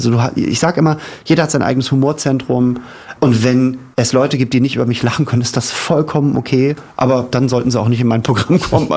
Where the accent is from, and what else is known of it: Hamburg, Germany